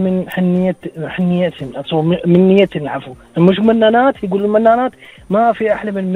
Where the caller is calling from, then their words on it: Switzerland; من سويسرا